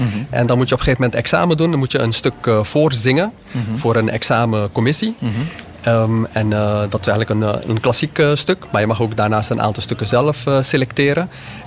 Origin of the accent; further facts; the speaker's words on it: Wageningen, Nickerie, Suriname; born there; En ja, wat ik vertelde is, ik ben geboren in Wageningen, in Suriname.